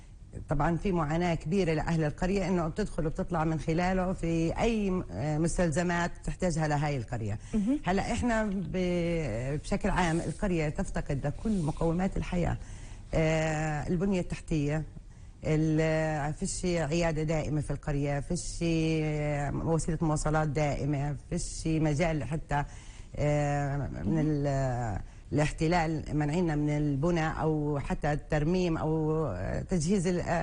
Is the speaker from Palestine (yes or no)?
yes; West Bank, Palestine; قريتنا انضمت للقدس، لكن احنا هوياتنا ضفة في داخل القدس، ممنوع ندخل القدس.